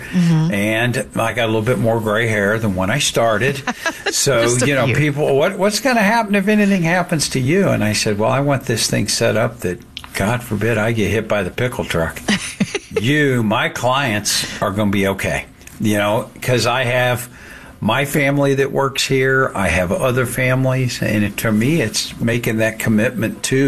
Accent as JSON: {"language": "English", "region": "Indiana", "country": "United States", "tie": "born there", "moved": "yes", "lives_now": "St. Louis, United States", "said": "spent some time with some friends that we grew up with in Indiana."}